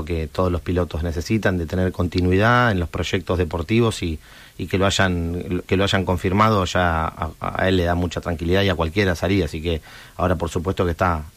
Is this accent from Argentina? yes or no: yes; Argentina; Nos pasó por ahí a nosotros como argentinos que en un momento cuestionamos al mejor futbolista de todos los tiempos.